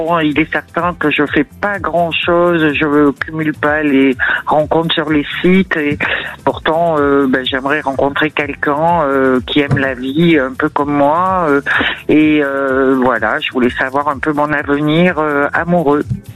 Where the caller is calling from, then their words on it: Bordeaux, Nouvelle-Aquitaine, France; Alors, j'appelle de Bordeaux.